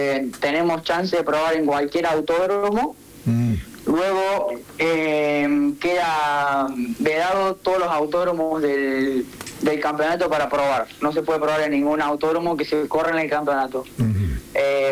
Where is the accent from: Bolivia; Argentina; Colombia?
Argentina; now in Spain; el único argentino.